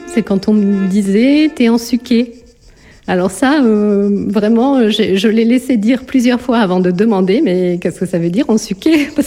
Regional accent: Occitanie, France; accent: Midi, Aude; Moi, j'ai l'accent du Midi. Enfin, du Midi. De l'Aude, on va dire.

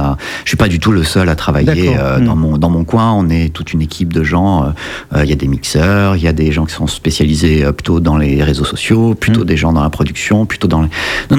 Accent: Nouvelle-Aquitaine, France; Tout simplement parce que j'en suis natif. Je suis né vraiment dans le Nord Périgord, ma famille est encore là.

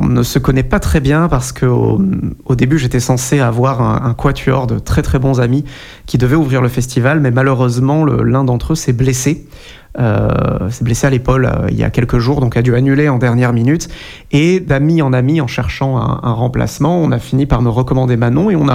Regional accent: Martinique; also born or lived in Saint-Martin-des-Combes, France; En fait, j'ai grandi en Martinique, j'ai fini de grandir à Saint-Martin-des-Combes et j'ai fait mon conservatoire à Périgueux avant d'aller étudier ensuite à Bordeaux.

